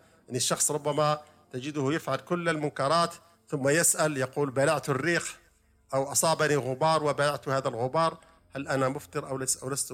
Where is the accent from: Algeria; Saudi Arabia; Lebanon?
Algeria; عندنا في الجزائر، المذهب المالكي في الجزائر